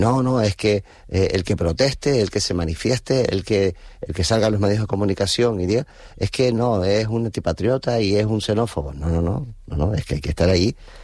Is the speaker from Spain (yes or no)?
yes; Canary Islands, Spain; como los canarios, tuvimos que salir en su momento.